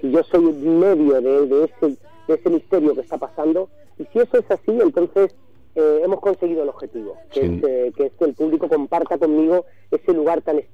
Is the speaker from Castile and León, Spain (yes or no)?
no; Málaga, Andalusia, Spain; now in Madrid, Spain; soy un malagueño que vive en Madrid desde hace ya 35, 40 años